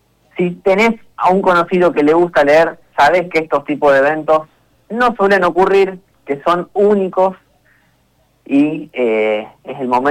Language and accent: Spanish; San Lorenzo, Santa Fe, Argentina; cuando les contamos que somos de San Lorenzo